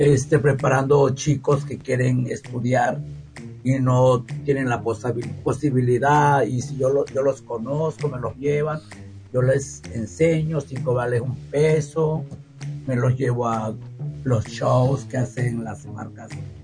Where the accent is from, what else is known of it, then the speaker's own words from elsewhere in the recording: Marquelia, Guerrero, Mexico; now in Acapulco, Mexico; Soy de Costa Chica, de Markelia, Guerrero.